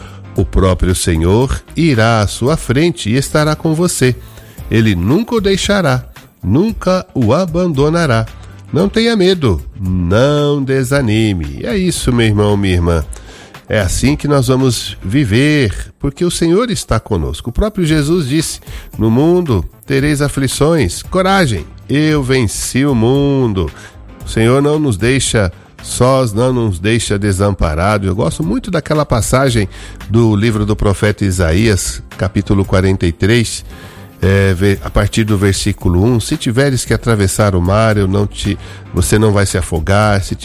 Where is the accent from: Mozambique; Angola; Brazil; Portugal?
Brazil; Jales, São Paulo; sou de Jales, São Paulo. Boa noite. Então, cidade de Jales, lá interior, bem lá no norte do estado de São Paulo, noroeste ali, né?